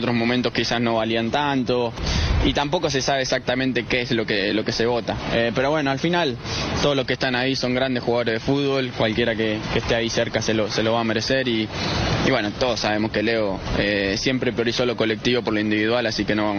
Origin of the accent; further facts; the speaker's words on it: Argentina; Nosotros como argentinos además tenemos esa cuotita